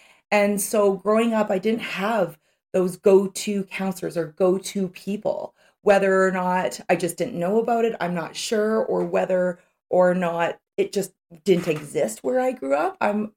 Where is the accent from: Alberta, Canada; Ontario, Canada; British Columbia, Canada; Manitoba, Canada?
British Columbia, Canada; North Vancouver; So I grew up in North Vancouver and my childhood was very chaotic.